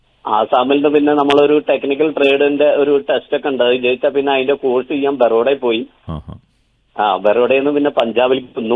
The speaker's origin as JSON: {"language": "Malayalam", "town": "Pallippuram", "region": "Kerala", "country": "India", "said": "ഞാൻ പട്ടാമ്പി പള്ളിപ്പുറത്തുനിന്നാണ്."}